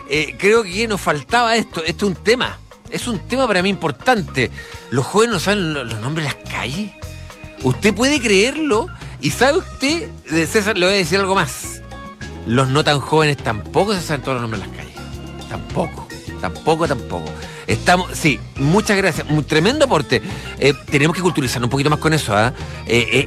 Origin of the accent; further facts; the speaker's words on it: Los Ángeles, Biobío, Chile; also born or lived in Concepción; yo no soy de Concepción. O sea, de chico vivía allá, antes de irme muy pequeño en Los Ángeles